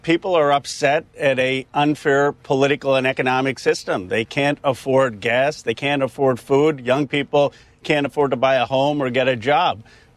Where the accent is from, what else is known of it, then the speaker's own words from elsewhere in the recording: Philadelphia, Pennsylvania, United States; born there; I was born in Philadelphia in 1976.